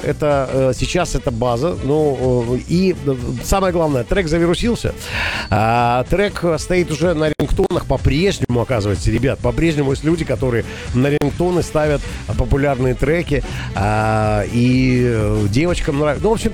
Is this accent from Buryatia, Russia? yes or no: no; Rostov-on-Don, Rostov Oblast, Russia; Как-то был в Туле в командировке неделю, сам ростовчанин, но прям там проникся Тулой